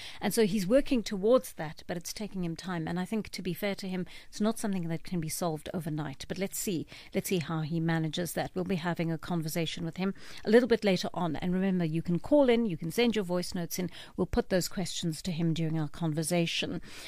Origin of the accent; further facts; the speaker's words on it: South Africa; And I would really, as a South African citizen, like to see this happen.